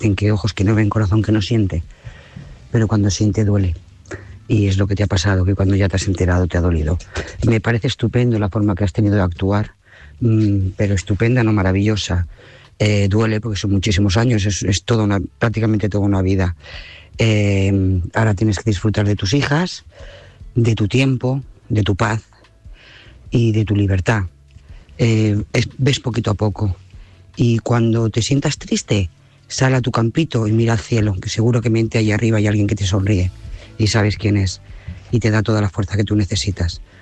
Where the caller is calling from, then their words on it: Lloret de Mar, Catalonia, Spain; Lloret de Mar.